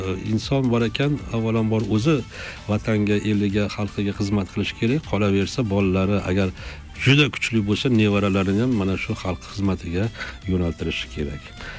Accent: Fergana, Fergana Region, Uzbekistan; born there; Men hali diqqat bilan eshitgan bo'lsangiz, Farg'ona shahrida tug'ilganman. Shuning uchun kindik qoni to'kilgan joy bu vatan hisoblanadi. Meni vatanim O'zbekiston.

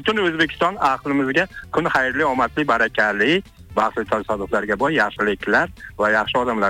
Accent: Denov, Surxondaryo Region, Uzbekistan; Obijon aka men Denovdan.

